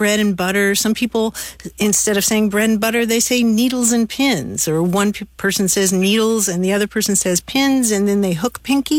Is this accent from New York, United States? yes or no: no; Kentucky, United States; I'm from Kentucky myself.